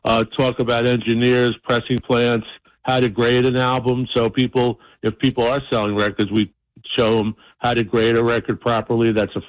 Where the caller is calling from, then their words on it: New Jersey, United States; We're from Jersey.